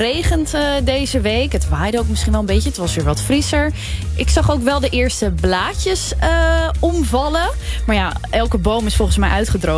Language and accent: Dutch; Katwijk, South Holland, Netherlands; also born or lived in Rijnsburg; now in Hoofddorp, Netherlands; Ik kom oorspronkelijk uit Katwijk, bij Leiden. Ik woon in Hoofddorp.